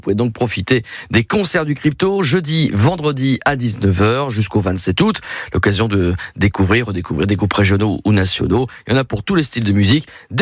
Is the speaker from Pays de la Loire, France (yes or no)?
no; Reims, Grand Est, France; chez nous à Reims